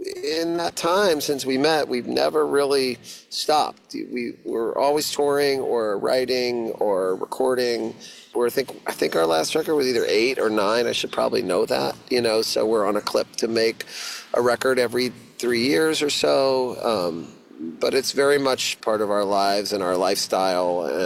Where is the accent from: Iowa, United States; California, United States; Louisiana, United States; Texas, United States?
Texas, United States; Dallas; now in Vermont, United States; Like I said, I grew up in Dallas. I grew up in the, you know, the place where they had the most chain restaurants per capita, you know.